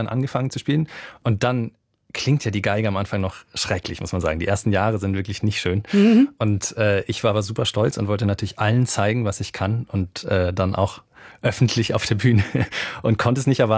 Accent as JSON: {"language": "German", "town": "Alsfeld", "region": "Hesse", "country": "Germany", "tie": "born or raised there", "also_born_or_lived": "Berlin", "said": "Also ich bin in Berlin geboren, aber dann in der Kleinstadt Alsfeld groß geworden"}